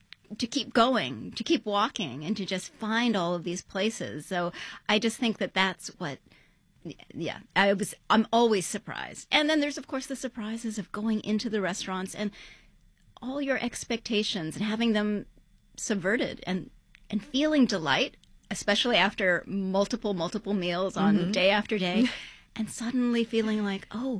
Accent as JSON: {"language": "English", "town": "New York City", "region": "New York", "country": "United States", "said": "So I think that part of being a New Yorker is that we are really scrappy on some level."}